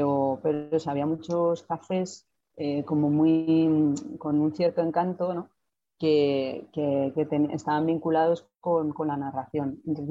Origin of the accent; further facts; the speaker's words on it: Madrid, Community of Madrid, Spain; pero bueno, soy de Madrid, nací en Madrid